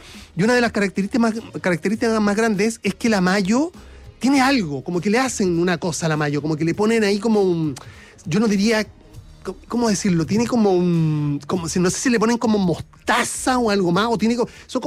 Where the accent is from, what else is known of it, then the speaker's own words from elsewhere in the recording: Puente Alto, Santiago Metropolitan Region, Chile; Yo soy originalmente de Puente Alto.